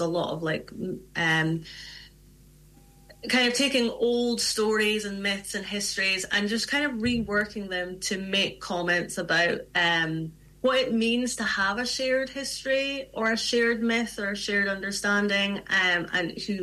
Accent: Aberdeen, Scotland, United Kingdom; growing up in Aberdeen and, you know, in the Northeast region

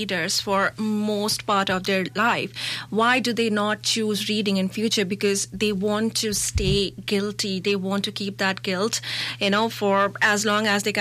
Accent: India; I'm Indian. I grew up in a typical Indian household with so much competition, so much strictness around education and reading every day.

